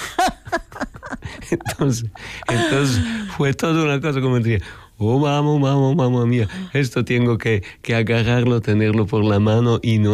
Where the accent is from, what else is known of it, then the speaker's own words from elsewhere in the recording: Italy; Spanish is a second language; moved away as an adult; also born or lived in India; Nosotros mediterráneos, en Italia nosotros tenemos una forma de cocinar muy sencilla